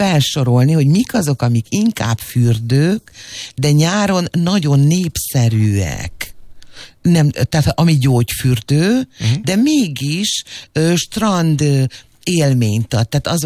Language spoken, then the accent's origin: Hungarian; Nagykőrös, Pest, Hungary; born there; amikor fiatal voltam, én Nagykörösön laktam